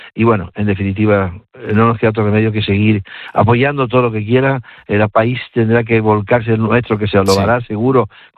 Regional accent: Canary Islands, Spain; tal como somos nosotros los canarios.

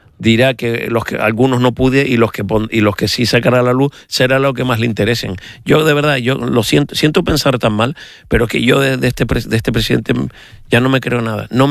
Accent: Canary Islands, Spain; como canario, sí, evidentemente sí, Canarias

